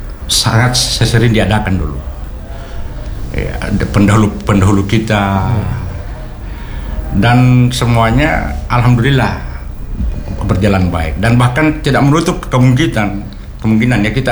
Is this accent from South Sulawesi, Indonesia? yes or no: yes; South Sulawesi, Indonesia; now in Ternate, Indonesia